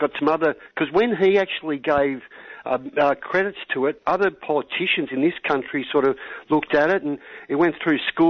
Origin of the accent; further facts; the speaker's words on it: Australia; I come from a tough, you know, we come from the Australians, mate.